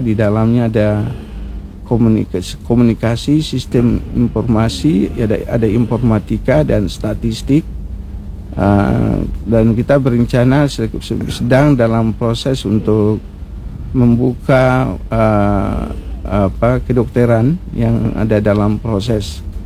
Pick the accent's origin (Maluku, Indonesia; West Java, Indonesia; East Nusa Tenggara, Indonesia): Maluku, Indonesia; kita ini adalah orang Maluku dan orang Indonesia.